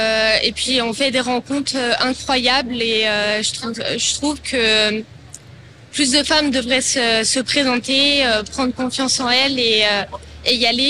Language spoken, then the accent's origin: French; Albertville, Auvergne-Rhône-Alpes, France; j'ai 24 ans, je suis originaire d'Albertville.